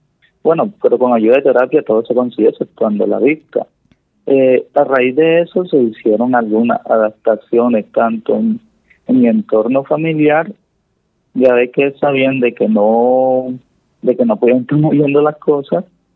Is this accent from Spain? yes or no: no; Ciénaga, Magdalena, Colombia; tengo 27 años, soy del municipio de Ciénaga Magdalena.